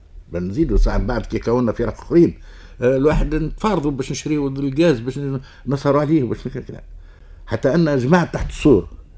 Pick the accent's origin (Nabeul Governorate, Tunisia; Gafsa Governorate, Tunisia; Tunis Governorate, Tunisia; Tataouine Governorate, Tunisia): Tunis Governorate, Tunisia; Tunis; born there; moved away as an adult; now in Ezzahra, Tunisia; انا تولدت في دارنا زنقة سيدي دلة عدد 46